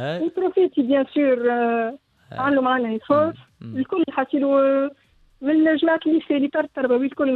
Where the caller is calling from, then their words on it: Tunisia; أنا ننتمي لتونس الكل، ما ننتميش للريجيون تاعي كهو.